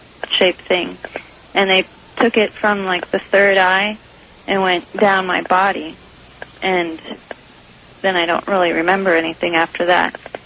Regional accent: California, United States; I'm from Pierce, California.

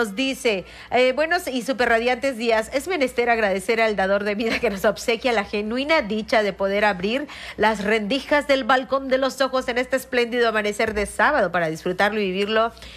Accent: Mexico; Yo soy nativa del barrio de Santana, nací en mi propia casita.

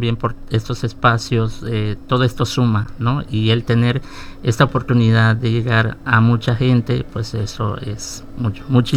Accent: Mexico

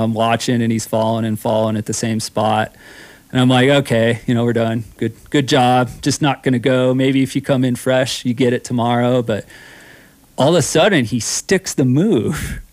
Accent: Eaton, Colorado, United States; I grew up in Eaton, Colorado. Oh, it's near Fort Collins, a little farm town.

